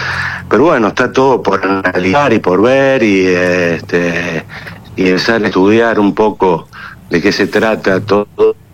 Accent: Bell Ville, Córdoba, Argentina; moved away as an adult; now in Sinsacate, Argentina; hace 26 años que estoy viviendo acá en la zona. Yo soy originario del sudeste de Córdoba, de Belville. Soy ingeniero agrónomo y productor agropecuario.

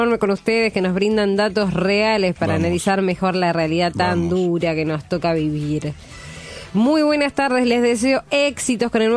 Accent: Concepción del Uruguay, Entre Ríos, Argentina; soy de Concepción del Uruguay y quiero participar del sorteo.

